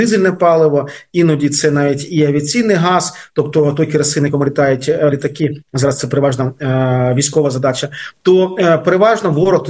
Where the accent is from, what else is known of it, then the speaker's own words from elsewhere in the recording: Kharkiv, Kharkiv Oblast, Ukraine; в місті Харкові, моєму рідному Харкові.